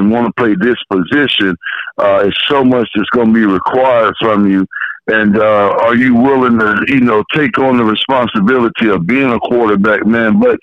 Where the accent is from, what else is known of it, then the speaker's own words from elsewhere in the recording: Atlanta, Georgia, United States; also born or lived in Chicago / Decatur; I grew up in a part of Atlanta that was right next to Decatur up until I was about 12. And then we moved to Decatur when I was about 12. And so really a lot of my roots come from Atlanta and Decatur too.